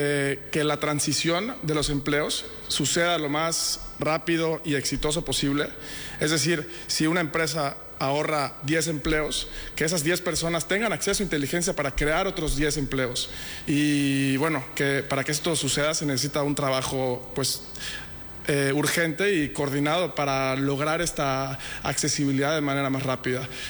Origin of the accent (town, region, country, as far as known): Mexico